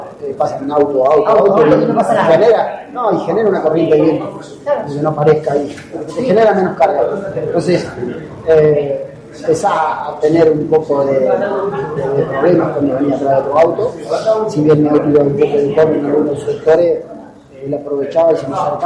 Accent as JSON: {"language": "Spanish", "region": "Córdoba", "country": "Argentina", "said": "Como cordobés, como local, recibir ese cariño de la gente"}